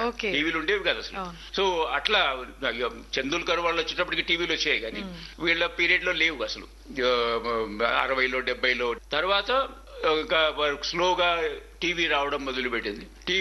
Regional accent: Kadapa, Andhra Pradesh, India; నేను ఇంకా స్కూల్లో ఉండగానే మొట్టమొదటిసారి కడపలో కూడా మా నేటివ్ ప్లేస్ లో రిలే స్టేషన్ పెట్టారు

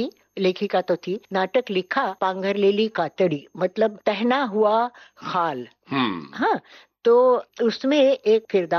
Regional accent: Pune, Maharashtra, India; also born or lived in Lucknow; हाँ, पुणे आ गई और नाना के पास, मतलब अपने पिता के पास, मेरे नाना अप्पा हम कहते थे। और तब से मैं उनकी छत्र छाया में पली बड़ी

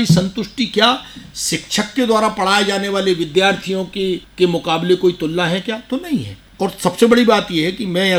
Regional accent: Kareli, Madhya Pradesh, India; मैं करेली का रहने वाला हूँ, नरसिंहपुर जिले में आता है, वहाँ से 120 किलोमीटर दूर सागर था

